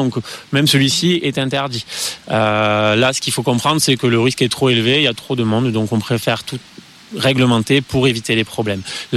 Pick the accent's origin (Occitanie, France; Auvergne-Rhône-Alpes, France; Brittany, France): Occitanie, France; Béziers; born there; moved away as an adult; also born or lived in Cap d'Agde; now in Pyrenees, France; je suis pas originaire de la vallée du Rio Majou, pas originaire des Pyrénées. Moi, je suis né sur le bord de mer, sur la commune de Béziers.